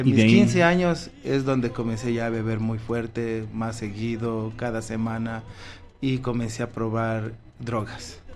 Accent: Santo Domingo, Dominican Republic; Yo soy de Santo Domingo.

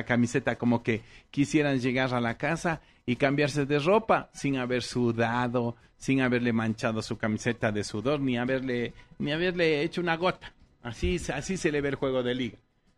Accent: Ecuador; A nivel internacional somos de Ecuador y punto. Ahí apoyamos a todos los equipos ecuatorianos.

